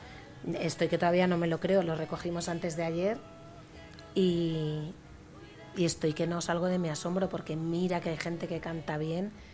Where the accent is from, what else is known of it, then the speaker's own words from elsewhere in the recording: Valencia, Valencian Community, Spain; en el Teatro Thalía en Valencia, dos días seguidos que llenamos, que fue maravilloso, porque fue en mi tierra, ¿sabes? En mi ciudad